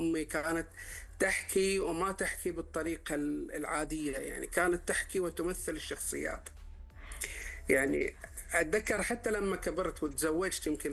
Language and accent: Arabic; Eastern Province, Saudi Arabia; كوني يمكن انا عشت في بيت، يعني كان بيت بسيط جدا مثل كل بيت يعني في المملكه العربيه السعوديه وفي شرق المملكه